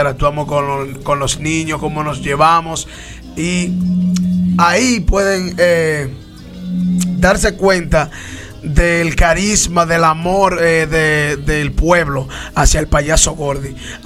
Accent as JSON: {"language": "Spanish", "town": "Guayabal", "country": "Dominican Republic", "said": "siempre estoy cerca de las personas, de los comunitarios de mi pueblo y del distrito a quien pertenezco, que es el distrito de Guayabal."}